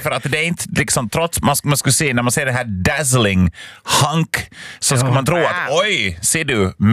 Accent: Uusimaa, Finland; moved away; jag var faktiskt hemma i Östra Nyland igår en sväng.

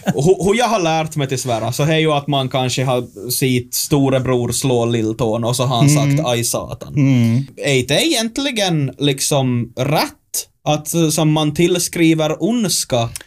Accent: Ostrobothnia, Finland; jag är ju född och uppvuxen i Österbotten

